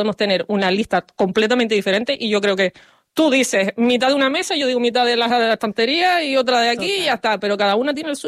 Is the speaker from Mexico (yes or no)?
no; Fuerteventura, Canary Islands, Spain; cuando yo era pequeña, yo soy de Fuerteventura